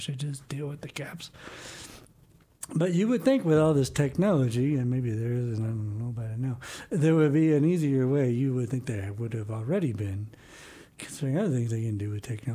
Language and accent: English; Baltimore, Maryland, United States; And I'm from Baltimore